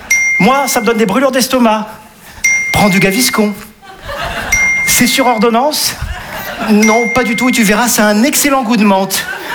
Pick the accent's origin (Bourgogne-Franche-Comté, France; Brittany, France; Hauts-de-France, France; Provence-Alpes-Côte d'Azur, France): Provence-Alpes-Côte d'Azur, France; Nice; Eh ouais, je suis niçois, les amis, ouais. Eh ouais, humoriste niçois.